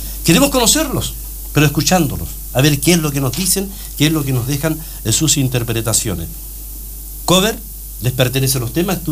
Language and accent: Spanish; Chile; cuánto o más chaqueteros somos los chilenos.